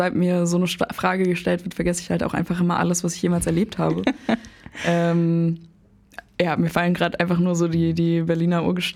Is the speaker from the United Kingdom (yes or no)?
yes; United Kingdom; Also Noah ist ja Ire, ich bin halt Britin. Deswegen sind wir halt auch beide auch mit sehr viel nicht deutschem Einfluss aufgewachsen, sagen wir mal so.